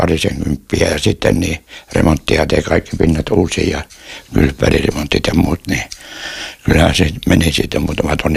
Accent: Ähtäri, South Ostrobothnia, Finland; born there; also born or lived in Tampere; now in Virrat, Finland; syntyisinkin maalta, niin Tampereen Vilinnän jälkeen niin tulin tänne, kun mun kotipaikka on tuolla Ähtärissä perikunnan paikka

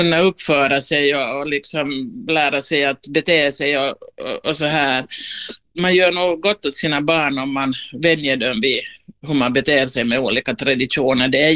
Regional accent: Ostrobothnia, Finland; now in Uusimaa, Finland; jag läst mitt liv helt i lugn och ro som österbottning

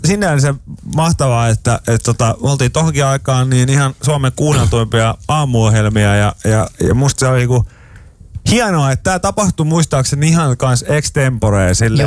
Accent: Pori, Satakunta, Finland; moved away; olemme satakuntalaiset

